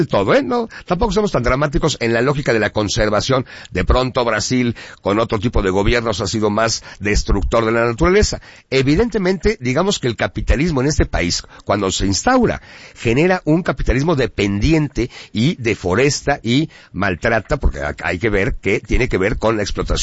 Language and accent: Spanish; Puebla, Mexico; nosotros como poblanos